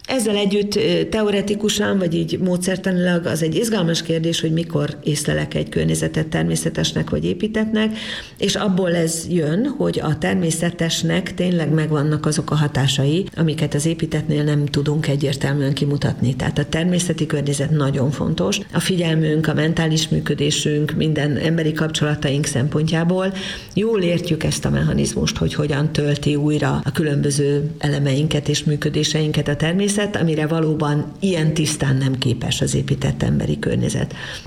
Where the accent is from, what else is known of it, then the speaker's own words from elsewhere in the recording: Debrecen, Hajdú-Bihar, Hungary; born there; now in Budapest, Hungary; de összességében azt gondolom, hogy egy ilyen debreceni születésű zuglói ember vagyok, igen.